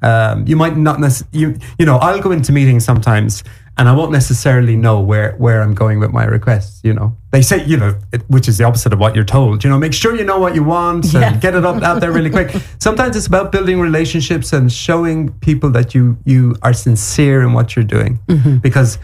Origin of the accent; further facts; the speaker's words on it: Kerry, Munster, Ireland; I'm from Kerry